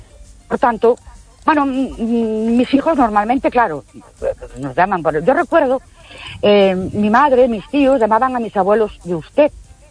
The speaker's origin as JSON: {"language": "Spanish", "town": "Ourense", "region": "Galicia", "country": "Spain", "said": "Buenas noches. … de Ourense."}